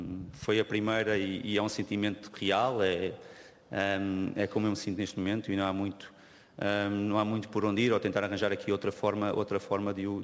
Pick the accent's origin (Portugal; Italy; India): Portugal; Mas como portugueses, como equipa técnica portuguesa, como um treinador português